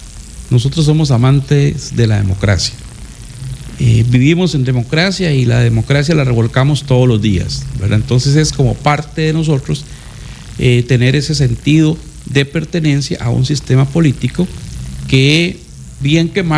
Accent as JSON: {"language": "Spanish", "country": "Costa Rica", "said": "Ese ser costarricense creo que lo hemos mantenido"}